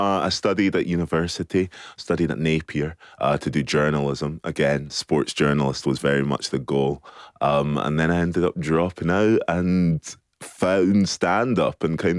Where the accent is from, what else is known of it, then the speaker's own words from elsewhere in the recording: Edinburgh, Scotland, United Kingdom; Just growing up in Edinburgh and having that around you